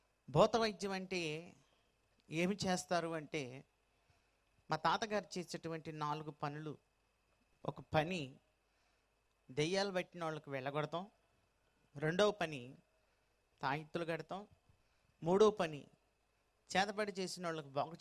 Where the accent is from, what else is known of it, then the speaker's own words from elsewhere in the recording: Andhra Pradesh, India; మాది గుంటూరు జిల్లా, ఇప్పుడు విభాగించబడి పల్నాడు జిల్లాగా ఉన్నటువంటి జిల్లాలో గురజాల అనేటువంటి ప్రాంతంలో నేను సేవ చేస్తున్నాను.